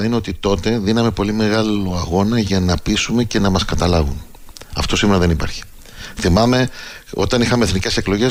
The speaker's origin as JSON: {"language": "Greek", "area": "Hydra", "region": "Attica", "country": "Greece", "said": "Είμαι από την Ίδρα, είμαι ένα από τα 4, βάζω και την Κάσο μέσα γι' αυτό, 4 ηρωικότερα νησιά που διαθέτει η Ευρωπαϊκή Ένωση"}